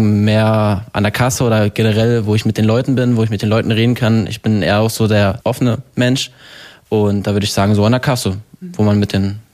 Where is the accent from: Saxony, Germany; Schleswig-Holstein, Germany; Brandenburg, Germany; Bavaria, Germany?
Brandenburg, Germany; ich bin 22, bin jetzt dann dementsprechend seit 22 Jahren hier im Spreewald